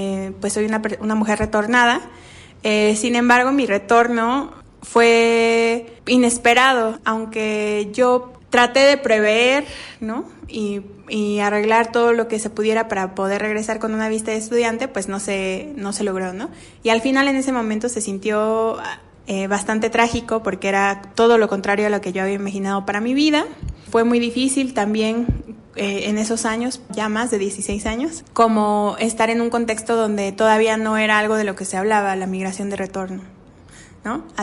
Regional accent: South Carolina, United States; now in Mexico; Para entonces yo ya tenía casi 8 años de retornada, ¿no? Pues crecí en Carolina del Sur y estaba estudiando la carrera de Derecho en la UNAM

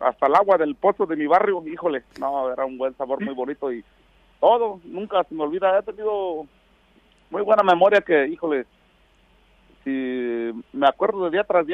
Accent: Santa María Tindú, Oaxaca, Mexico; moved away as an adult; now in Oregon, United States; Soy del pueblo de Santa María Tindú, allá están mis papás, mis tíos

